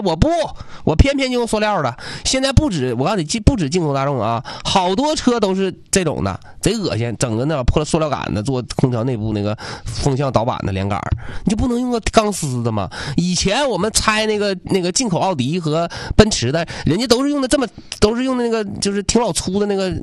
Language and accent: Chinese; Northeast China, China